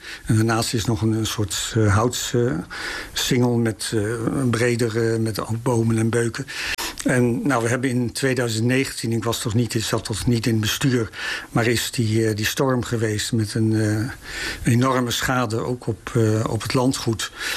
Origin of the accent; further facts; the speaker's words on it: Overijssel, Netherlands; ik kom niet uit Vollenhoven, ik kom uit Belschutsloot.